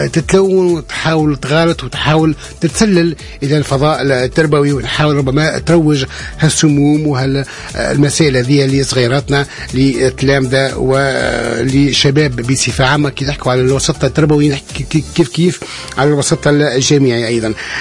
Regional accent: Tunisia

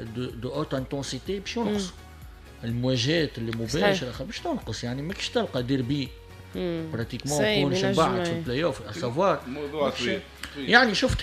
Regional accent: Tunisia; انا واحد من الناس كتونسي وكفني تونسي

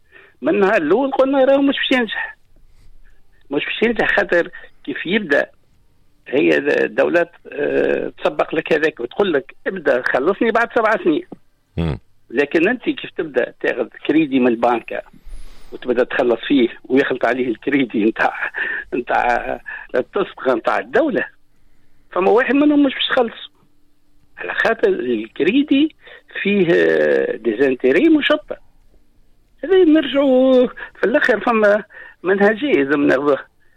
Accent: Tunisia; انا كتونسي

